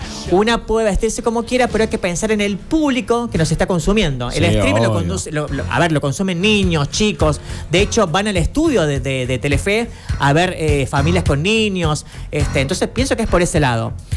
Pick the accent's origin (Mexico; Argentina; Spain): Argentina; Córdoba; born there; Yo soy de San Vicente, amora. Nací en San Vicente.